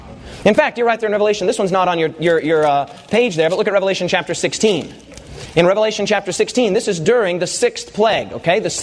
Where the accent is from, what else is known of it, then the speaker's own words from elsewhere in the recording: Rapid City, South Dakota, United States; I was from Rapid City, South Dakota.